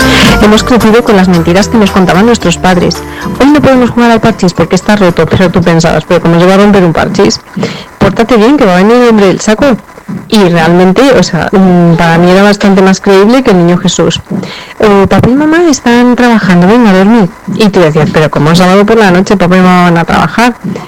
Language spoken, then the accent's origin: Spanish; Quintana Roo, Mexico